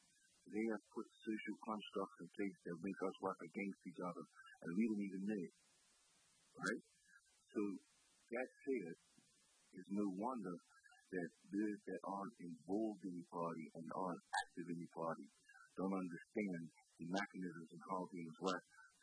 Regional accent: Bermuda

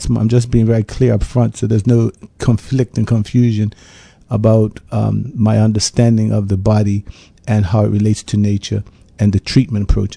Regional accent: Bermuda; So we as Bermudians, again, I'm a medical doctor, but I come from Bermuda.

